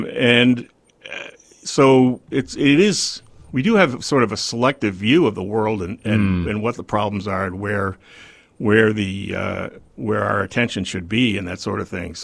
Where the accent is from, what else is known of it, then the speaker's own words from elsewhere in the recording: Boston, Massachusetts, United States; I grew up in the Boston area, and there's a significant Armenian population down there.